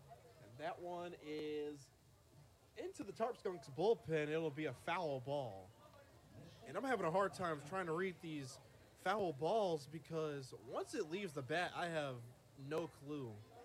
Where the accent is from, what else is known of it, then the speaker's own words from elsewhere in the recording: Chicago, Illinois, United States; I mean, I grew up around the Chicago area.